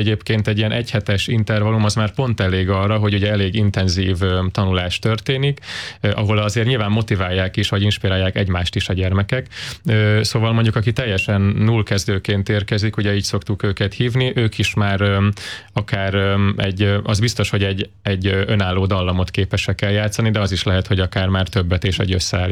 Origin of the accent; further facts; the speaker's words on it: Nova, Zala, Hungary; born there; szeptember 4-én és 5-én pedig Nován, éppen a szülőfalunkban egy tehetséggondozó fesztiválra, a Szép Fesztiválra várunk majd mindenkit.